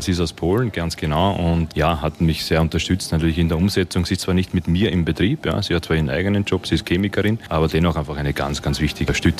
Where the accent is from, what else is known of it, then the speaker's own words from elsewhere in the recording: Ostlieb, Burgenland, Austria; Und der zweite Bäcker, das ist der Bäcker Schummig aus Ostlieb. Das ist der Ort, wo ich herkomme.